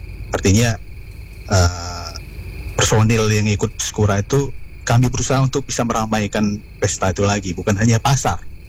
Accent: Canggu, Lampung, Indonesia; Misalnya saya dari Pekon Canggu, saya bawa bendera. Nama kami itu ada dikenal dengan HRK Canggu.

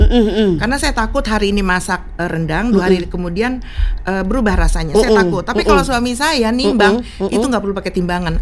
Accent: Jakarta, Indonesia; born or raised there

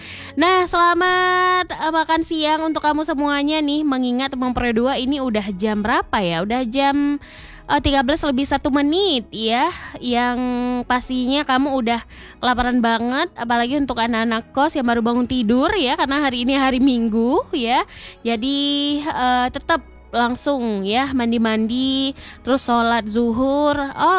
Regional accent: Bireuen, Aceh, Indonesia; moved away; aku orang Biren yang harus melintasi Selat Hormuz setiap kali pulang kampung

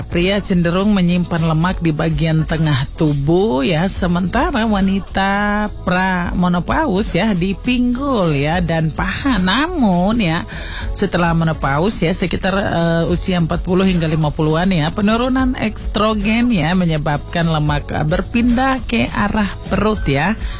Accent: Merauke, South Papua, Indonesia; Kita orang Merauke biasa bilang begitu kan.

